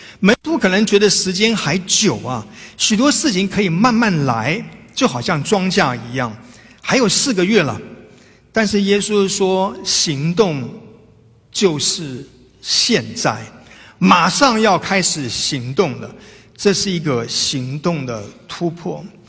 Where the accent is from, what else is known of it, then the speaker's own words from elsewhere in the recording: Zhongli, Taoyuan, Taiwan; 我自己在台湾在中立出生，在中立慢慢在前面八年的时间在中立，我记得我在很小的时候，从我住的地方到小学要经过一大片的农田。